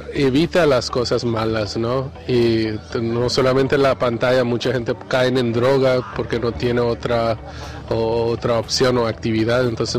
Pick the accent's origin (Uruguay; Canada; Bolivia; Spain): Canada; moved away as an adult; also born or lived in Toronto; now in Paraguay; Sí, soy de Canadá y estudié teología en Toronto, pero hace 10 años vivo en Paraguay